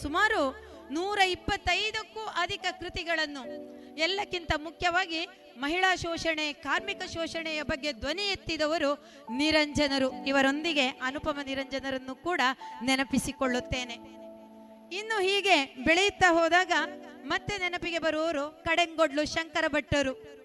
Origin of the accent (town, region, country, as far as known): Puttur, Karnataka, India